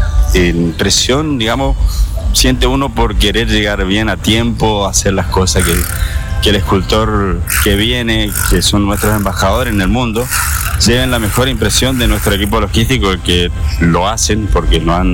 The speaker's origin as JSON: {"language": "Spanish", "town": "Laguna Limpia", "region": "Chaco", "country": "Argentina", "moved": "yes", "lives_now": "Resistencia, Argentina", "said": "Yo soy un pueblito distante a 169 kilómetros de aquí, que se llama Laguna Limpia."}